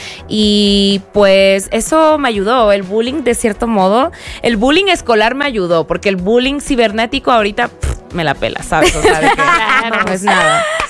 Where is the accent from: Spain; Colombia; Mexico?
Mexico; Veracruz; a pesar que soy de Veracruz